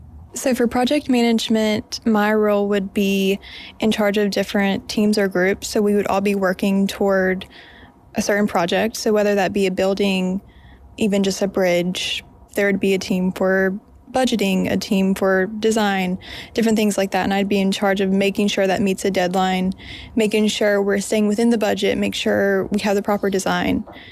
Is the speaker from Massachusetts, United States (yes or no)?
no; Boone County, West Virginia, United States; born or raised there